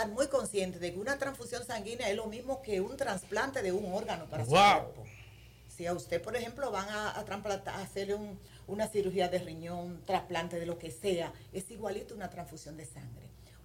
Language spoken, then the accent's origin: Spanish; Dominican Republic; Nosotros no crecemos con esa cultura como dominicano